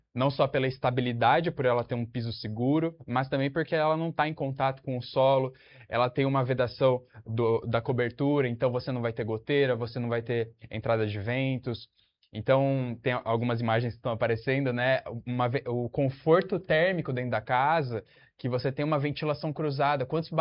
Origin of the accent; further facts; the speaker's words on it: São Paulo, Brazil; Eu fui criado na Zona Oeste, região próxima ali de Pinheiros.